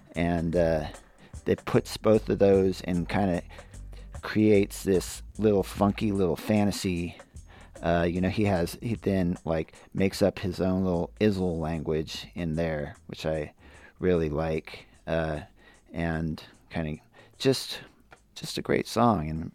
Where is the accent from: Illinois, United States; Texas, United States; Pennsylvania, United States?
Pennsylvania, United States; Philadelphia; You know, growing up in Philly